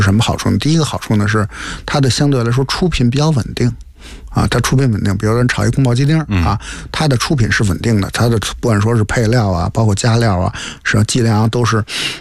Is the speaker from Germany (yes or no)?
no; northern China, China